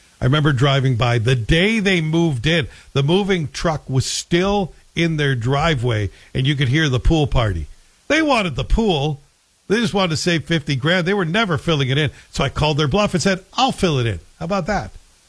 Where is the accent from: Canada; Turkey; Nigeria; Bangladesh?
Canada; also born or lived in Chicago, United States; And as a Canadian, you think, well, wait a second. This is not how we do business.